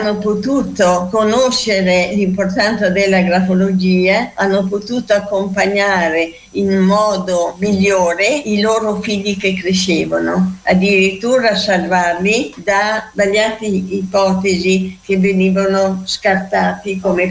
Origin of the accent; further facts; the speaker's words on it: Varna, Trentino-Alto Adige, Italy; Dal comune di Varna, Alto Adige, però i miei familiari sono lombardi